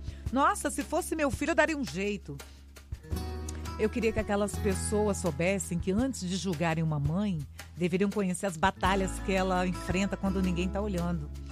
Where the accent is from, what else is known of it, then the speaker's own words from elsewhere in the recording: Espírito Santo, Brazil; now in São Paulo, Brazil; sou capixaba, mas estou morando no interior de São Paulo.